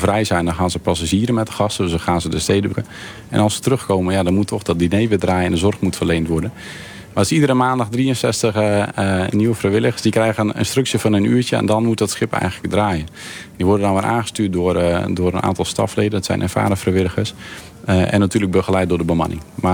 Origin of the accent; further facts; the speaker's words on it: Friesland, Netherlands; Maar ik ben een Fries jongetje en ik woonde aan het water.